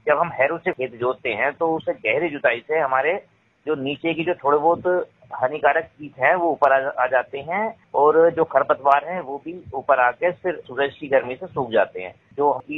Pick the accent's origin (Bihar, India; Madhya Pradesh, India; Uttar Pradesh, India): Uttar Pradesh, India; Gajraula; गजरोला, जिला अमरोहा का रहने वाला हूँ।